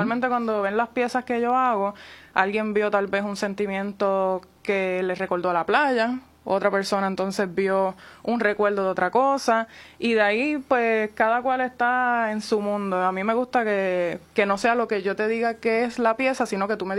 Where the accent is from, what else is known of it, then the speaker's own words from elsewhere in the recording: Quebradillas, Puerto Rico; Orgullosa de Quebradillas.